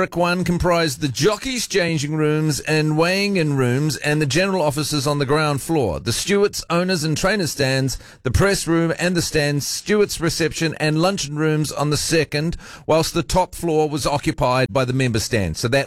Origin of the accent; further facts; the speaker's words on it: Dunedin, Otago, New Zealand; I'm coming to you live from the pretty city, my hometown of Dunedin.